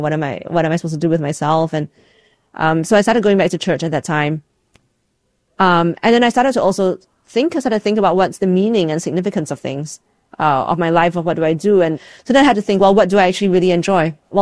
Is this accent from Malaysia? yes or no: yes; Malaysia; So I grew up in Malaysia, and my dad is an engineer